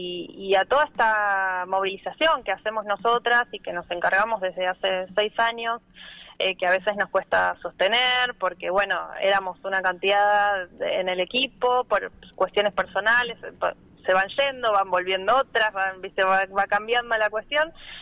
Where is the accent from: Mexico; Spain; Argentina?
Argentina; Buenos Aires; moved away as an adult; now in Bariloche, Argentina; Yo estoy viviendo acá en Bariloche hace casi 20 años y soy oriunda de Buenos Aires